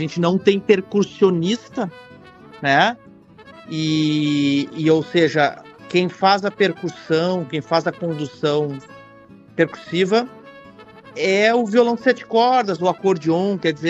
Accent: Rio Grande do Sul, Brazil; do acordeon somos aqui do Sul.

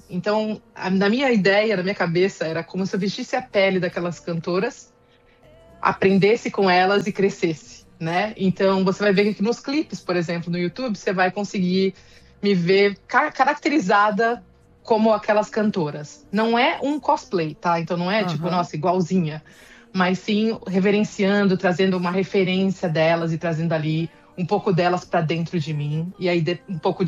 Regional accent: Brazil; now in Boston, United States; Mas eu sou brasileira

